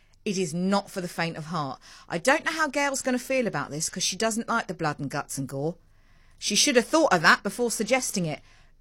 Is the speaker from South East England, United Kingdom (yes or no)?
yes; Surrey, South East England, United Kingdom; born or raised there; moved away as an adult; now in South Africa